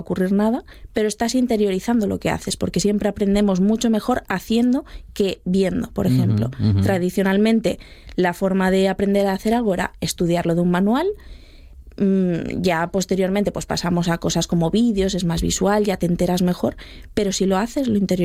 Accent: Asturias, Spain; los que somos asturianos sabemos escanciar ya bastante bien, ya vamos con ello en la sangre

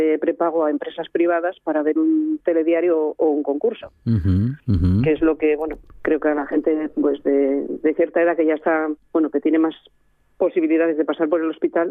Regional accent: Arriondas, Asturias, Spain; nosotros, por ejemplo, que somos de Arriondas

